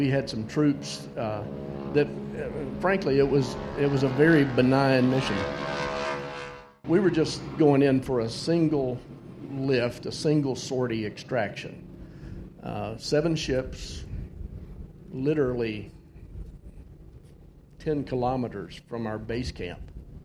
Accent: Tennessee, the South, United States; also born or lived in Memphis, Tennessee; I was from the South. I lived in Memphis, Tennessee at the time.

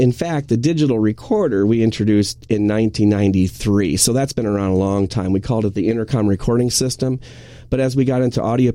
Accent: Manitowoc, Wisconsin, United States; Right. I'm from Manitowoc, Wisconsin. My wife is from Oshkosh. And this is like coming home.

